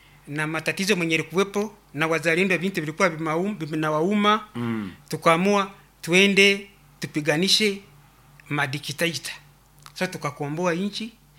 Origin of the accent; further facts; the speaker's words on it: Kagadi, Western Region, Uganda; born there; Mezaliwa Bukara Sabukaunte. Na Bukara ilikuwa hajakuwepo ni mezaliwa Kagadi Sabukaunte. Na district ilikuanga Hoima ya zamani.